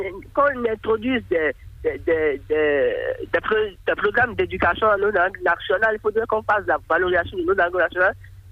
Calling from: Abomey-Calavi, Atlantique, Benin; je vous appelle depuis Agome.

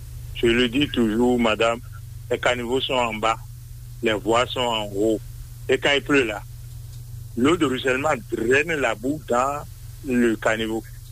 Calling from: Adjohoun, Ouémé, Benin; Depuis la commune d'Adjoun.

